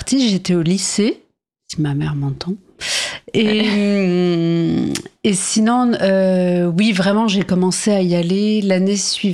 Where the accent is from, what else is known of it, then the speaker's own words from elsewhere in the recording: France; born there; Je suis née en France, ouais.